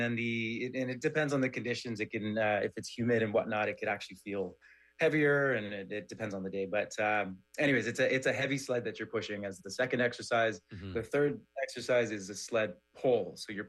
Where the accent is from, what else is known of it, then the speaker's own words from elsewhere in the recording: Ottawa, Ontario, Canada; It was fun. I mean, it's great to have HYROX come to my hometown here in Ottawa.